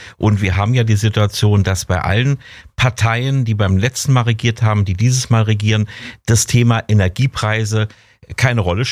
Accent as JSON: {"language": "German", "country": "Germany", "said": "wo wir als Deutsche auch Vorteile haben"}